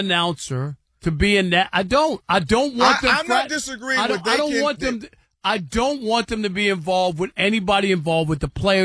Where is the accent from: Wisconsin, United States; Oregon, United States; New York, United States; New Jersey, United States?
New York, United States; born or raised there